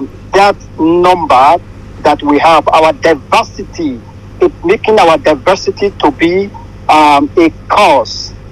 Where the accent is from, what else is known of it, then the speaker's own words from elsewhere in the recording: Nigeria; I am first an African man, I am first a Nigerian man before I am a Yoruba man.